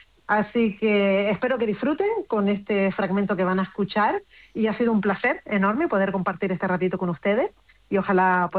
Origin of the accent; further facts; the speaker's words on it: Santa Lucía de Tirajana, Canary Islands, Spain; Yo quería hacer como una especie de homenaje a la gente de mi tierra, a mis orígenes, a mis antepasados. Esto fue un encargo del ayuntamiento de mi pueblo, de Santa Lucía de Tirajana.